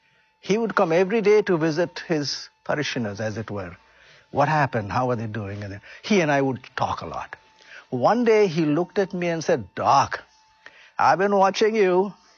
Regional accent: India; moved away; I grew up in India

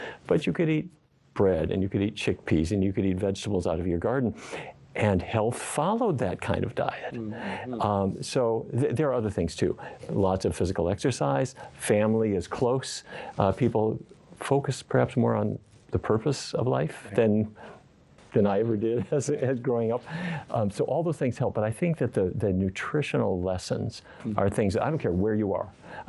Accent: Fargo, North Dakota, United States; I grew up in Fargo, North Dakota, and it was cattle country for me and my grandpa.

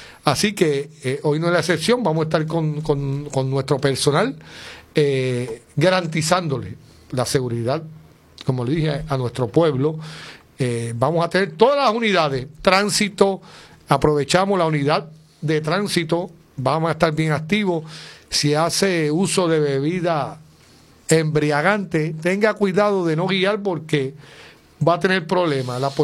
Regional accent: Arecibo, Puerto Rico; Yo soy natural, nacido y criado en Arecibo.

